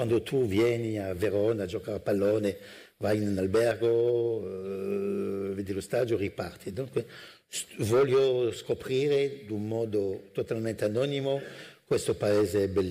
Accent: Grand Est, France; Italian is a second language; Sono della Lorraine, come posso dire? Non sono di Napoli.

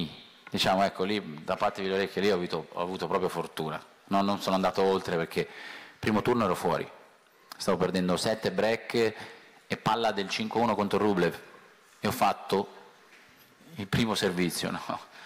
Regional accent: Sanremo, Liguria, Italy; born there; io sono nato a Sanremo, mi sono allenato parecchi anni lì

